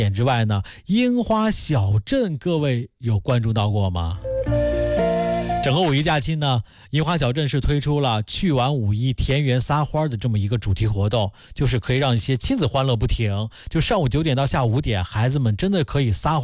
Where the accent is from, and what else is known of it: Hebei, China